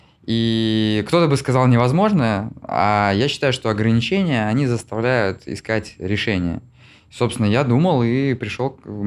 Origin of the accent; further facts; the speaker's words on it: Syktyvkar, Komi Republic, Russia; Я вырос в Сыктывкаре.